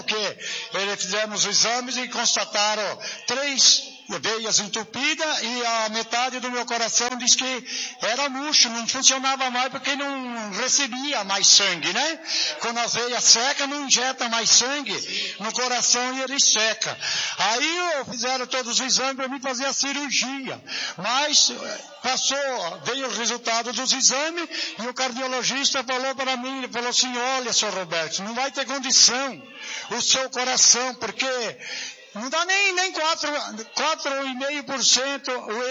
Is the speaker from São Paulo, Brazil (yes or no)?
yes; Jundiaí, São Paulo, Brazil; Eu sou lá da cidade de Jundiaí.